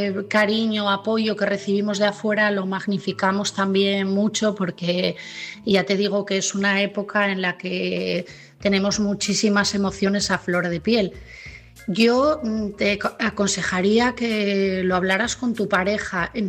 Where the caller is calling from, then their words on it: Asturias, Spain; de Asturias